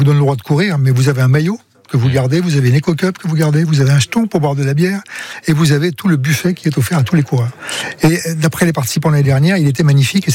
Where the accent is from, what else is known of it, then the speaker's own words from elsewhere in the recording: Paris, Île-de-France, France; même si je suis parisien.